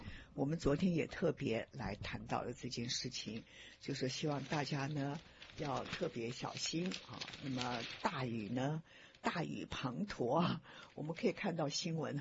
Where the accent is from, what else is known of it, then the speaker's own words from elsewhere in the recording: China; 我们中国人说的水火无情那真的是一件让人家感觉到特别不舒服的一件事情